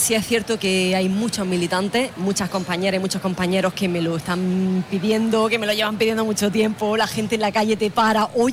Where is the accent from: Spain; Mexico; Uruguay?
Spain; Almería, Andalusia; somos disfrutones los almerienses.